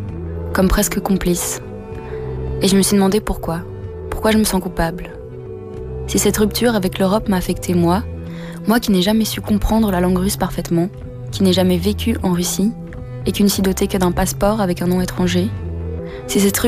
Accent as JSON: {"language": "French", "country": "Belgium", "tie": "born or raised there", "said": "je suis russe, en tout cas sur papier. J'ai la double nationalité, mais moi, je rentre en Belgique, chez moi, là où j'ai grandi."}